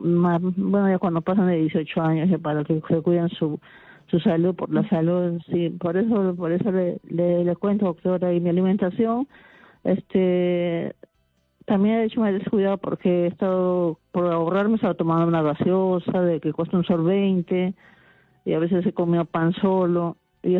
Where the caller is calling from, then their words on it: Lima, Peru; Yo vivo en Trujillo, vivo acá en Lima.